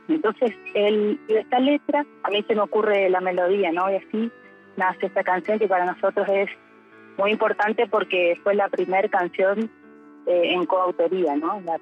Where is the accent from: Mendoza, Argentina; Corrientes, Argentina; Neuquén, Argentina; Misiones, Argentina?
Misiones, Argentina; Jardín América; de Jardín América Misiones, soy cantora